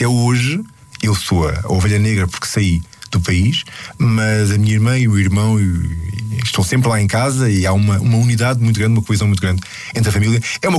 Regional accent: Lisbon, Portugal; moved away; A minha infância foi passada ali no Lumiar, um bairro muito típico de Lisboa

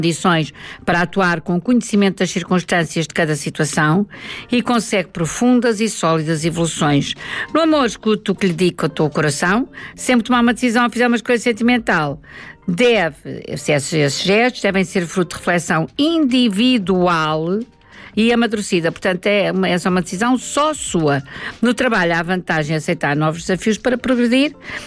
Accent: Amadora, Lisbon, Portugal; born there; Eu sou da Percalhota, nasci na Percalhota, mesmo a 500 metros do nosso selecionador nacional, Jorge Jesus.

